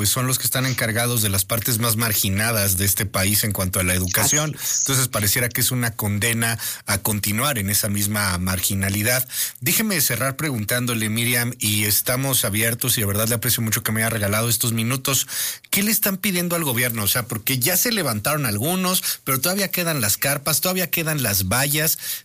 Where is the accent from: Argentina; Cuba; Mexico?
Mexico; Y esto no es México, ni esto somos los mexicanos, somos mucho más.